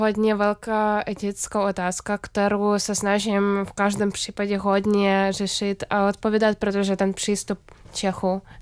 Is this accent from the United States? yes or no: no; Kyiv, Ukraine; Czech is a second language; moved away as an adult; now in Prague, Czechia; já jsem původně z Kyjeva